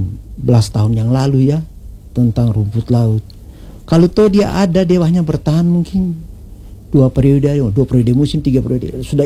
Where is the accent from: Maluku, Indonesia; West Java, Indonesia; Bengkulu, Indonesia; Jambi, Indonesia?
Maluku, Indonesia; Jadi kita orang Maluku bangga, itu konsep dari Maluku untuk Indonesia seperti itu.